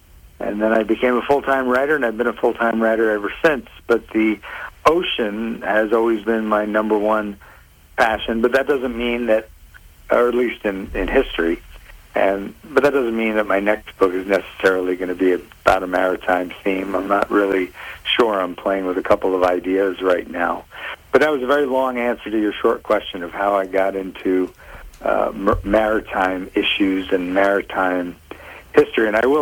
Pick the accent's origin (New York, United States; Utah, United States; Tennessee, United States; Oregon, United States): New York, United States; Roslyn; born or raised there; also born or lived in Queens / Stamford; now in Marblehead, United States